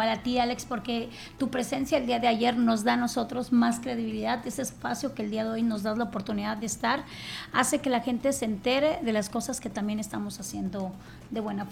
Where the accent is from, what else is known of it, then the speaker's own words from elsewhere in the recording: Quintana Roo, Mexico; soy de la Ribera hace muchos años, cuando venía aquí a la ciudad, como tú sabes, vivo en una comunidad de Álvaro Obregón, soy de un pueblo.